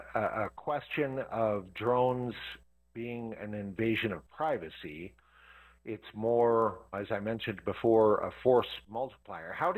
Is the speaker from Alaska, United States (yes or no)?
yes; Alaska, United States; I was born and raised in Alaska